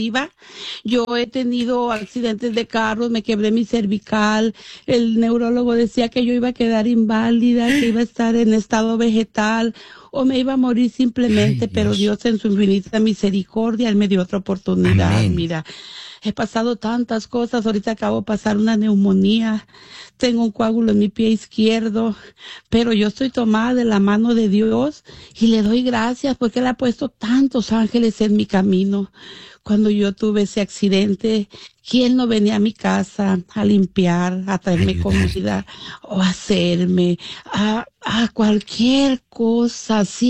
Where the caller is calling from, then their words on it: Coachella, California, United States; yo vivo en Coachella, pero voy a Los Ángeles donde viven mis paisanos